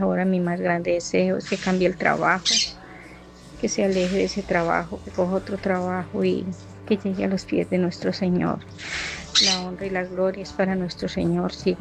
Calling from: Yondó, Antioquia, Colombia; Llamo de Yondo, Antioquia.

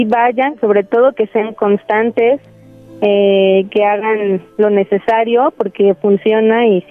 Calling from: Ecatepec, State of Mexico, Mexico; De aquí, de Catepec.

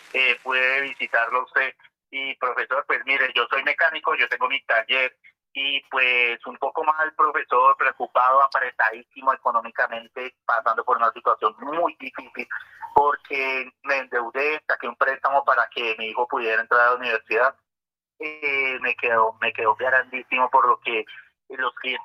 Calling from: La Mesa, Cundinamarca, Colombia; De aquí, de la mesa Cundinamarca.

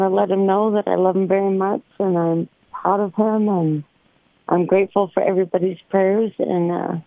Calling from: Nevada, United States; in Nevada.

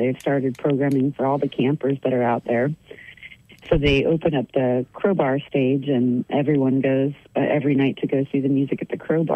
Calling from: Sunshine Coast, Queensland, Australia; Calling from the sunny coast

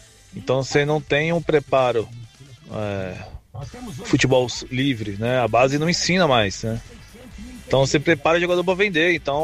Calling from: Guarujá, São Paulo, Brazil; do Guarujá Santista.

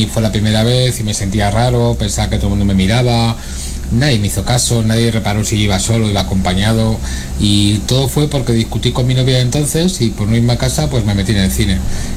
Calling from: Madrid, Community of Madrid, Spain; de Madrid.

